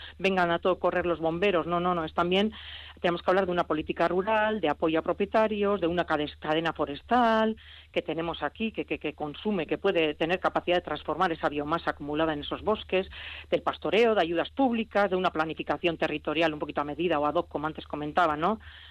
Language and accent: Spanish; Basque Country, Spain